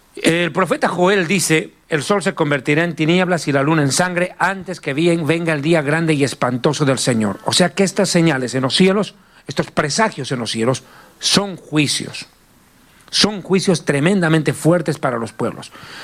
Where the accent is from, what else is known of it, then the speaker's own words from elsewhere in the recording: Bolivia; Aprovecho de mandar un saludo a todas las madres bolivianas. En mi país es el Día de la Madre.